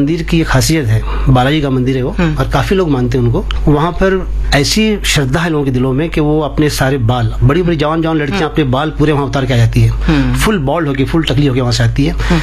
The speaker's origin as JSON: {"language": "Hindi", "town": "Ratnagiri", "region": "Maharashtra", "country": "India", "moved": "yes", "lives_now": "Mumbai, India", "said": "मैं हूँ रत्नागिरी से बिलोंग करता हूँ"}